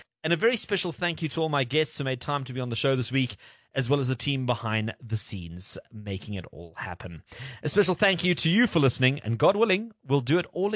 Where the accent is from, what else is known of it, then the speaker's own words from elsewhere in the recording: South Africa; look, I'm a South African citizen.